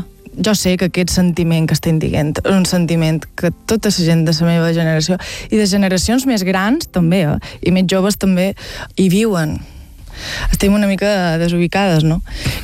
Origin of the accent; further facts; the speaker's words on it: Valldemossa, Balearic Islands, Spain; per defecte som mallorquina i a més som de Vall de Mossa, que vendria a ser el poble més paradisíac i més turístic de tot Mallorca.